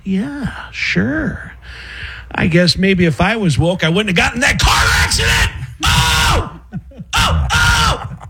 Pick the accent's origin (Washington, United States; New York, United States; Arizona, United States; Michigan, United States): New York, United States; Bronx; now in Las Vegas, United States; I grew up in the Bronx. Now I split my time between Vegas and New York. Okay. But Vegas is home for me.